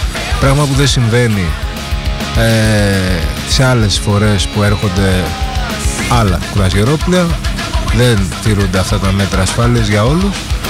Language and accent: Greek; Syros, South Aegean, Greece